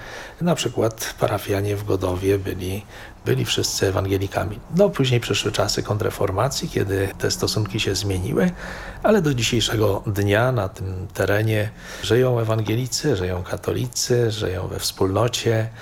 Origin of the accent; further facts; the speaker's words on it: Skarbeńsko, Silesian Voivodeship, Poland; now in Zgierz, Poland; Pochodzę z Górnego Śląska, z parafii ewangelickiej w Gołkowicach. Na jej terytorium jest taka niewielka wioska, która nazywa się Skarbeńsko. Przy granicy z Czechami w tej chwili, to jest to moje rodzinne